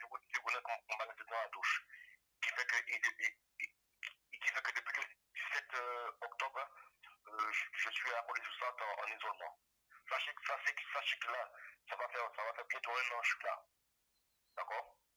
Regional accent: Guadeloupe, France; moi, je suis un Guadeloupéen, et j'ai le mental, et la force de tenir malgré tout.

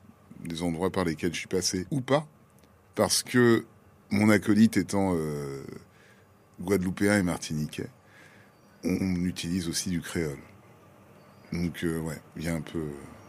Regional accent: Dakar, Senegal; first language French; moved away as an adult; also born or lived in Cameroon (ancestry); now in France; j'ai grandi à Dakar.

